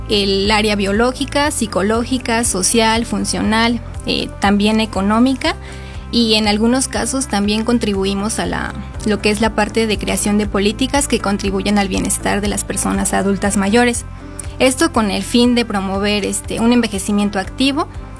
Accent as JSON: {"language": "Spanish", "town": "Zimapán", "region": "Hidalgo", "country": "Mexico", "tie": "born or raised there", "said": "yo soy originaria del municipio de Simapán, de la localidad de Lázaro Cárdenas Remedios."}